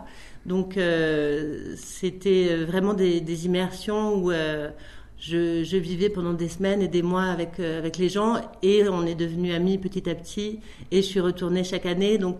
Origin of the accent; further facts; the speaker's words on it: Puy-Saint-Vincent, Provence-Alpes-Côte d'Azur, France; je suis née donc à Puy-Saint-Vincent et j'ai grandi à Puy-Saint-Vincent, dans les Hautes-Alpes.